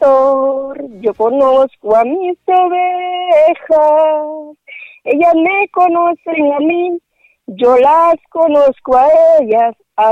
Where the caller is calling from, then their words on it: Lepaera, Lempira, Honduras; De una aldea de Lepaera que se llama Plan de Locotal.